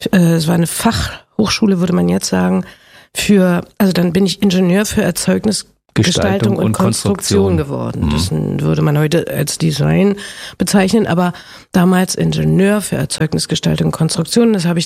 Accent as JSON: {"language": "German", "region": "Berlin", "country": "Germany", "said": "Berlin-Biesdorf."}